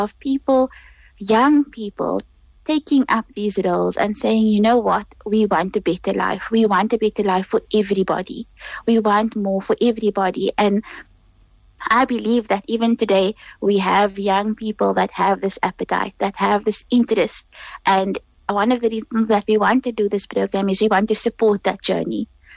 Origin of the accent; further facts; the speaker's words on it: South Africa; like growing up in South Africa